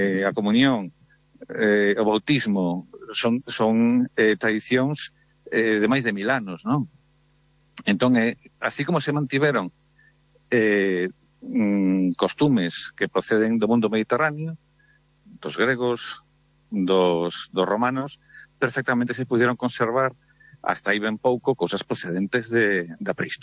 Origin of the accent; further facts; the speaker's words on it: Galicia, Spain; Temos que decir que, os galegos non somos celtas.